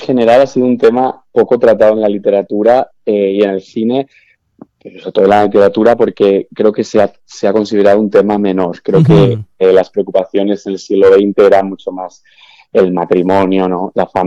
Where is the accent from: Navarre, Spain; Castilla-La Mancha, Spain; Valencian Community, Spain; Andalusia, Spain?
Navarre, Spain